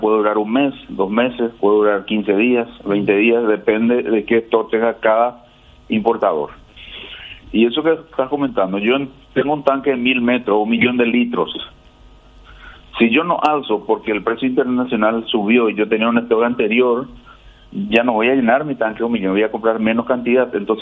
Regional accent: Paraguay

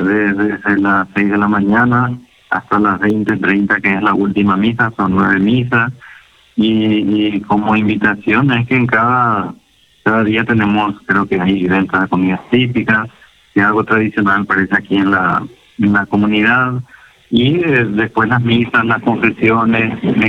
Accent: Carmen del Paraná, Itapúa, Paraguay; moved away as an adult; now in Asunción, Paraguay; yo soy de Carmen del Paraná, Itapúa, pero soy misionero redentorista.

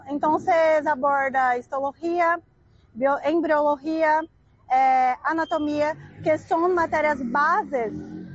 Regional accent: Goiânia, Goiás, Brazil; Spanish is a second language; moved away as an adult; now in Pedro Juan Caballero, Paraguay; para nosotros que somos brasileños y vivimos nuestras vidas enteras allá

